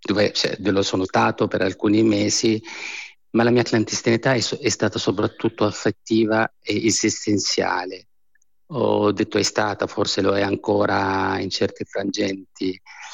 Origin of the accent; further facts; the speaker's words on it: Amman, Amman Governorate, Jordan; Io sono nata ad Amman, sono cresciuto in una famiglia numerosa, in una casa dove c'era affetto, tradizione, religione, ma anche tante domande.